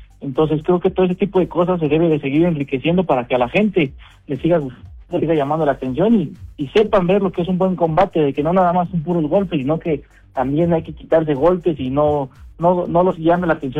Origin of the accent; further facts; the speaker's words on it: San Mateo Atenco, State of Mexico, Mexico; Así es, somos de San Mateo Atenco, la tierra del calzado, representando orgullosamente, como en su momento lo hizo Bernardo Segura, quien ganó esa medalla para México.